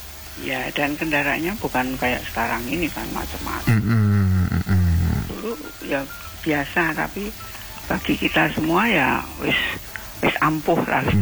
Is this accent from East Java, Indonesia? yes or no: no; Yogyakarta, Special Region of Yogyakarta, Indonesia; moved away as an adult; Iya, saya sampai SMP. Pokoknya saya itu apa? Setelah kerja itu di mana? Dari Jogja pindah ke Kudus.